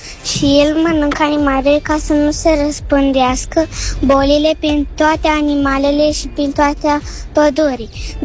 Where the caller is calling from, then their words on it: Iași, Iași County, Romania; din Iași, am 6 ani